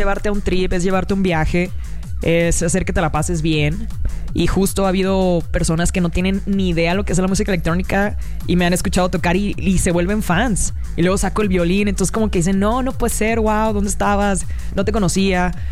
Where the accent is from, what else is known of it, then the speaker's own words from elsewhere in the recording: Sinaloa, Mexico; yo soy de Sinaloa